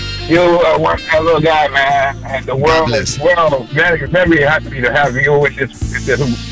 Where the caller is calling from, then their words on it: New York, United States; I'm calling from the Bronx, papá.